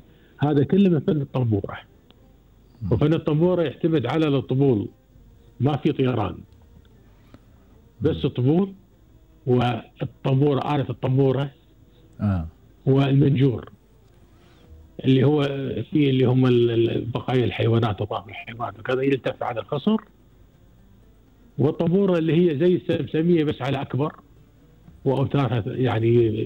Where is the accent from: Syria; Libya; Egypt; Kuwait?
Kuwait; طال عمرك عندنا في الكويت طبعا الصوت كذلك احنا مع مملكة البحرين ودولة قطر